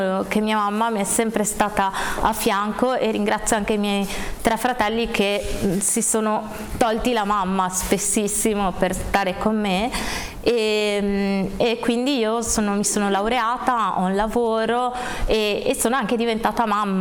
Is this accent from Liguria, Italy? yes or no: yes; Genoa, Liguria, Italy; io sono di Genova, quindi ho la fortuna di avere il Gaslini a due passi